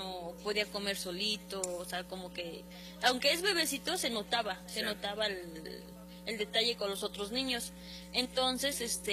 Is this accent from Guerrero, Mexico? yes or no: no; Puebla, Mexico